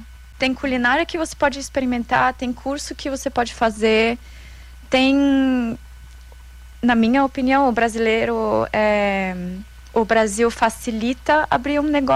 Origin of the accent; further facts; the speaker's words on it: Austria; Portuguese is a second language; now in Brazil; Eu só coloquei a minha essência, o que faz sentido para mim, como austríaca, que é a saúde de verdade.